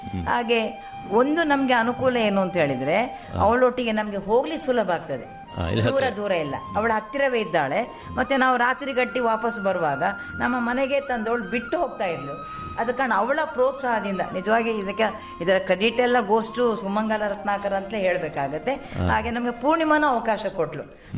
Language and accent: Kannada; Karnataka, India; ಆದ್ರೆ ನಮ್ಮ ಊರಲ್ಲಿ ಈ ಬೋಳೂರಲ್ಲಿ ಹುಡುಗಿಯರಿಗಾಗಿ ಯಕ್ಷಗಾನ ಕಲಿಸೋರು ಯಾರೂ ಇರ್ಲಿಲ್ಲ.